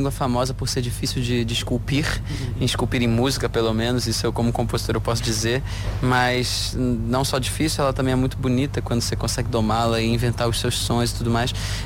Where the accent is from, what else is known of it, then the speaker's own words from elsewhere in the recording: Brazil; Eu acho que fico muito orgulhoso de falar português. Acho mais bonito do que todas as outras. E graças a Deus que eu sou brasileiro e componho português